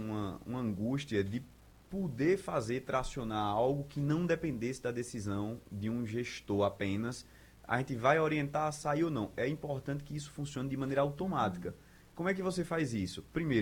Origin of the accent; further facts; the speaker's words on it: Recife, Pernambuco, Brazil; born there; eu nasci aqui em Recife, fui para o interior, voltei para estudar na universidade, estudava na Universidade Federal de Pernambuco e morava lá na Torre